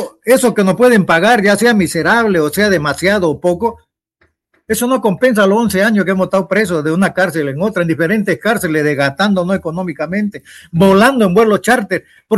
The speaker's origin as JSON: {"language": "Spanish", "region": "eastern lowlands", "country": "Bolivia", "said": "Tal vez porque soy camba"}